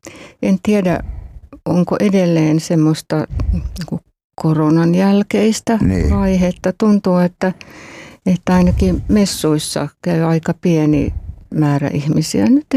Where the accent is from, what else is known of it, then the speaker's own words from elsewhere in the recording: Joensuu, North Karelia, Finland; born there; also born or lived in Eno; Pohjois-Karjalassa isän suku Outokummusta, äidin Liperistä. Mä itse synnyin Enossa. No niin. Isäni toimi luotsina siellä Ahvenisella. Joo. Ja mä olin vajaa 6-vuotias, kun muutettiin sitten Joensuuhun.